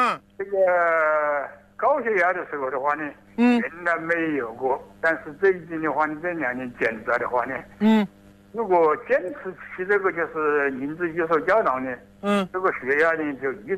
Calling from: Tianmen, Hubei, China; 我是天门药口这个

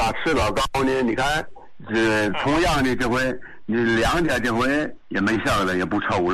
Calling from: Qinhuangdao, Hebei, China; 我是那个秦皇岛的。

